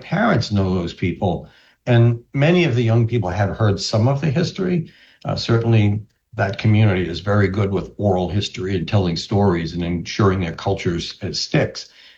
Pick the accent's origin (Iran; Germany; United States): United States; the North; now in Central Florida, United States; I'm from the North.